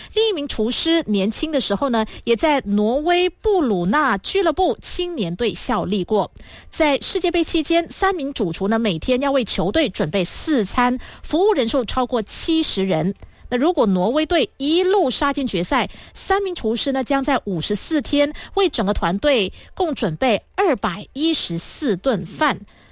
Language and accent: Chinese; Malaysia; 那对于我们马来西亚人来说，3文鱼是相当珍贵的，只有在特定的餐厅才能吃得到。